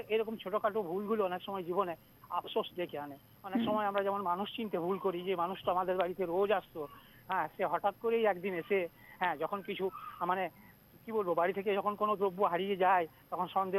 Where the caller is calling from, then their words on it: Jubrajpur, West Bengal, India; আমি পশ্চিমবঙ্গের বীরভূম জেলার যুবরাজপুর থেকে